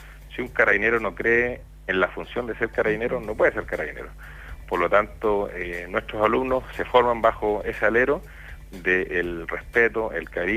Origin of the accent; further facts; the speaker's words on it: Molina, Maule, Chile; now in Quirihue, Chile; maulino, de la comuna de Molina, yo creo que es conocida siempre por las siete tazas.